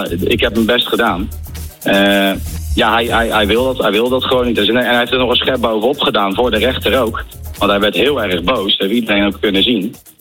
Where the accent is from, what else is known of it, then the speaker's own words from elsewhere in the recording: Charlois, South Holland, Netherlands; Ik ben gewoon iemand uit Charloes. Ik heb gewoon een normale baan.